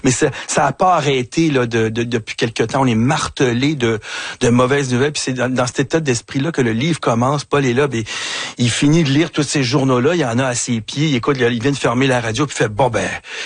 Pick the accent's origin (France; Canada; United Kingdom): Canada; Montreal, Quebec; born or raised there